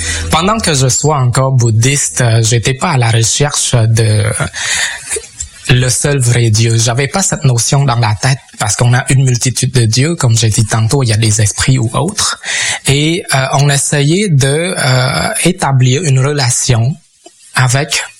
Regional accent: Cambodia; moved away as an adult; now in Canada; En 2002, j'ai quitté le Cambodge avec une bourse pour venir étudier. Donc, je suis venu à l'Université du Québec à Chicoutimi.

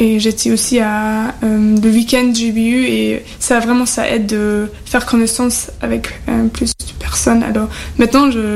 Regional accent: Halle, Saxony-Anhalt, Germany; French is a second language; moved away as an adult; now in Chatou, France; en fait, je viens d'Allemagne. À Halle, c'est un petit village dans l'est d'Allemagne. Ici, je fais un service civique pour un an.

